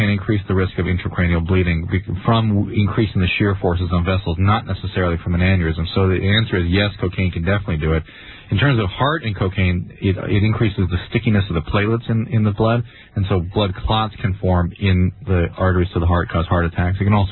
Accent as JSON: {"language": "English", "country": "Sweden", "said": "We're from Sweden. That's right."}